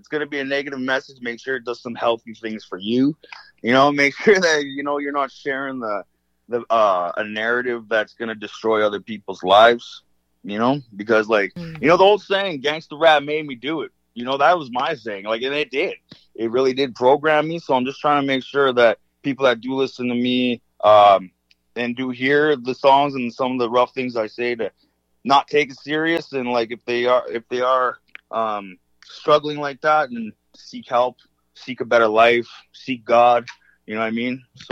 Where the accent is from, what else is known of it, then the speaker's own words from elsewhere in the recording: Vancouver, British Columbia, Canada; also born or lived in Chilliwack; Like, I come from there. I was born in Vancouver